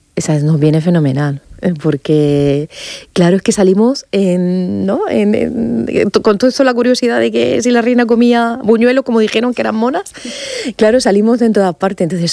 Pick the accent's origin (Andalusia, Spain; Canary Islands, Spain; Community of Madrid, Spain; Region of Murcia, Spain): Region of Murcia, Spain; no porque seamos nosotros y lo queremos, que somos murcianos, pero es verdad.